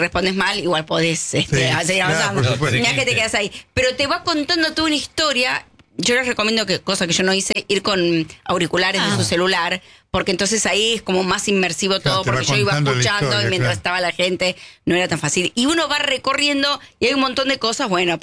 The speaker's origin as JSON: {"language": "Spanish", "country": "Argentina", "said": "yo soy argentina"}